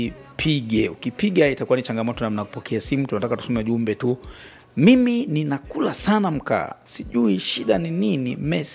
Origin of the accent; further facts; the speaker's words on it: Mafinga, Iringa, Tanzania; natokea Mafinga.